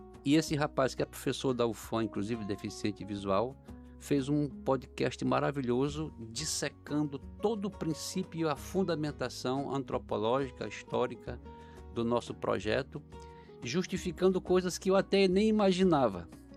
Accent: Amazon, Brazil; now in Manaus, Brazil

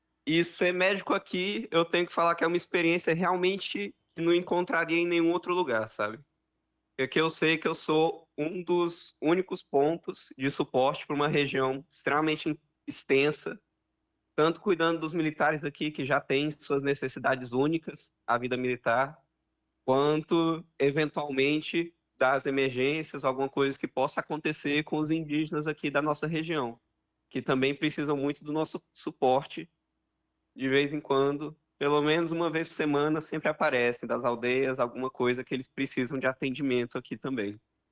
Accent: Brasília, Federal District, Brazil; moved away as an adult; now in Palmeiras do Javari, Brazil; Eu venho de Brasília

